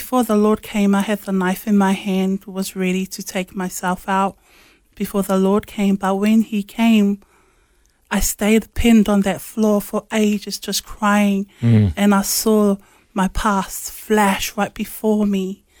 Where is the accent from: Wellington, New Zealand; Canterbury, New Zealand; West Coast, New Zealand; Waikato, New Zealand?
Waikato, New Zealand; Tokoroa; also born or lived in Samoa; I was born in Samoa, and I was adopted and raised in New Zealand.